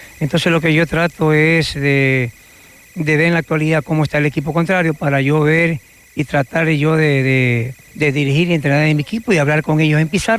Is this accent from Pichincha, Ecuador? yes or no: no; Manabí, Ecuador; now in Guayaquil, Ecuador; Sí, yo soy de la provincia de Manabí, soy de Valle de Caracas y ya tengo muchos años radicado en la ciudad de Guayaquil.